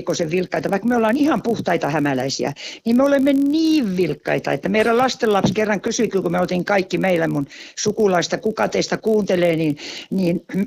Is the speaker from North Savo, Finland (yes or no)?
no; Jokioinen, Tavastia Proper, Finland; now in Tammela, Finland; Jokioisilla mä synnyn ison maalaistalon. 9. lapsena